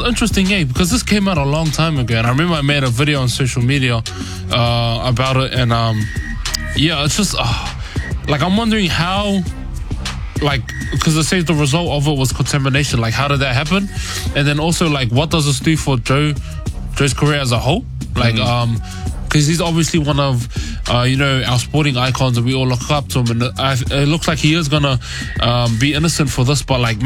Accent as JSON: {"language": "English", "region": "Auckland", "country": "New Zealand", "tie": "born or raised there", "said": "being a Queenslander, you know, I always say I bleed maroon, even though I was born and raised here in South Auckland"}